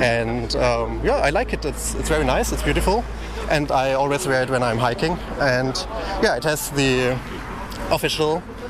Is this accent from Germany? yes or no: yes; Bavaria, Germany; English is a second language; So I'm from Germany